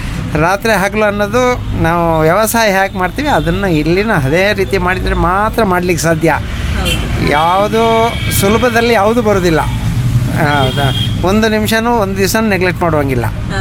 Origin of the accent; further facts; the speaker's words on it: Chikkamagaluru, Karnataka, India; now in Shivamogga, India; ಹುಟ್ಟಿದ್ದು ಚಿಕ್ಕಮಗಳೂರು, ಓದಿದ್ದು ಚಿಕ್ಕಮಗಳೂರು, ಬೆಳೆದಿದ್ದು ಚಿಕ್ಕಮಗಳೂರು, ಬಿಸ್ನೆಸ್ಗೆ ಬಂದಿದ್ದು ಶಿವಮೊಗ್ಗ.